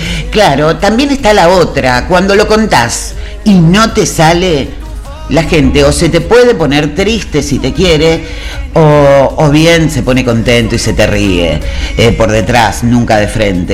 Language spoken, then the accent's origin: Spanish; Arocena, Santa Fe, Argentina; now in Rosario, Argentina; yo soy de Arocena, bueno, me vine para Rosario, voy de vez en cuando